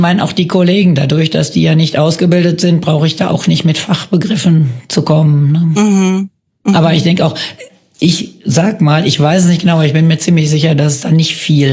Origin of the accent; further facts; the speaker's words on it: Germany; moved away as an adult; now in Cambodia; Als Deutsche